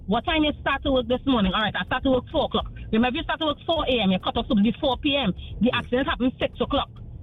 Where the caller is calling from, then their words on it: Santa Cruz, Trinidad & Tobago; I'm from Santa Cruz.